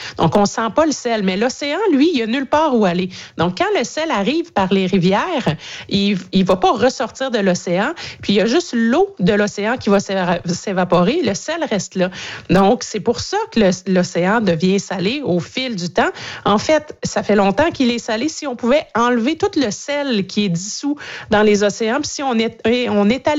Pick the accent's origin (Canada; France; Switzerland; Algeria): Canada; Chez nous, au Canada, un pays qui détient le quart des réserves d'eau douce de la planète